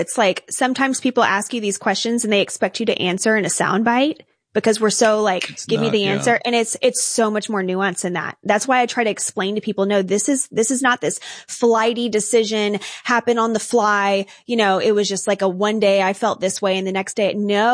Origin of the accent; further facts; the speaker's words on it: United States; we're American